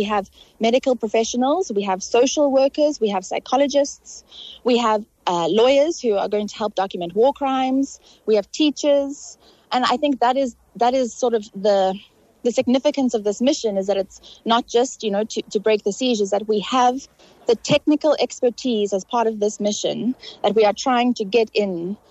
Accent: South Africa; as a South African, I carry that very close to my heart in this mission

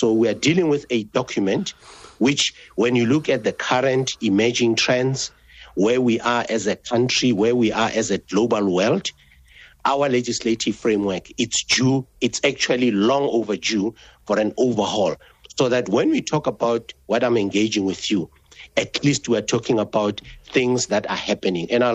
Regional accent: South Africa; as South African citizens.

